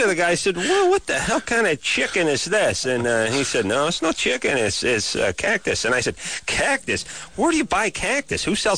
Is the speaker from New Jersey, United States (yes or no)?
no; North Hollywood, California, United States; I grew up in North Hollywood.